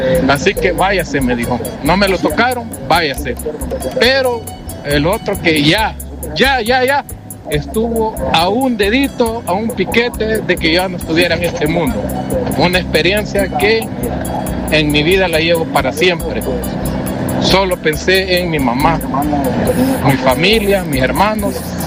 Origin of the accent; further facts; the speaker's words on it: El Salvador; como todo salvadoreño, estoy vivo gracias a una llamada.